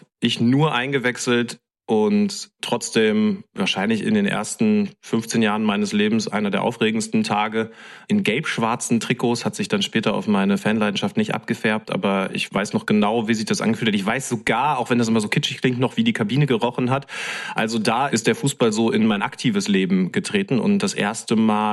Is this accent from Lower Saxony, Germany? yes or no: yes; Bahrdorf, Lower Saxony, Germany; moved away as an adult; also born or lived in Göttingen; Ich bin da groß geworden in eben Bardorf. Also ist auch sogar zu groß gesagt, weil dieses Forsthaus nochmal außerhalb von Bardorf steht. Dieses Forsthaus gehört zum Ortsteil Blanken und der Blanken steht tatsächlich genau zwischen Bardorf und Rickensdorf.